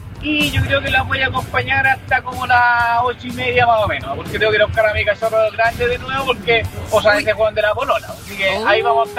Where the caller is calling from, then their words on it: Villa Alemana, Valparaíso, Chile; vivimos desde acá de Villa Alemana